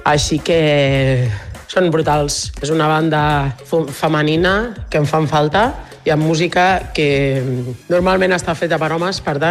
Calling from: Sant Boi de Llobregat, Catalonia, Spain; són del meu poble, de Sant Boi de Llobregat

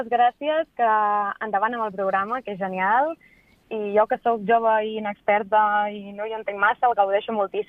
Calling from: Vilafranca del Penedès, Catalonia, Spain; soc de Vilafranca, tinc 26 anys

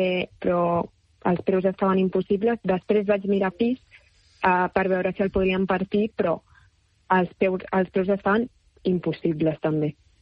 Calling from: Vilafranca del Penedès, Catalonia, Spain; Jo soc de Vilafranca del Penedès

